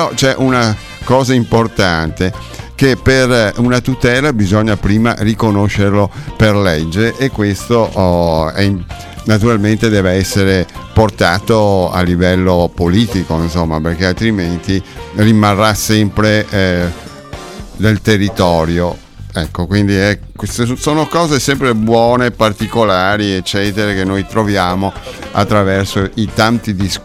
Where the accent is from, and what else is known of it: Veneto, Italy